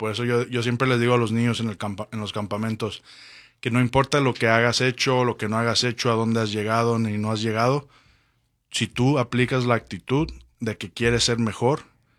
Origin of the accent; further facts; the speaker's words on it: Mexico; No nomás es de que tuve esta bonita vida, soy mexicano y jugué en NFL.